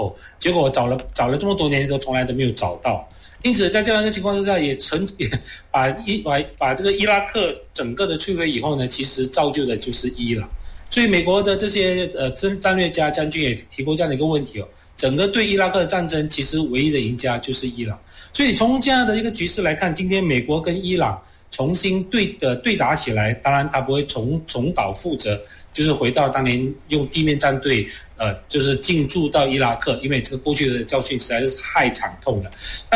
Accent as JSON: {"language": "Chinese", "country": "Malaysia", "said": "从我们马来西亚人的了解的语境"}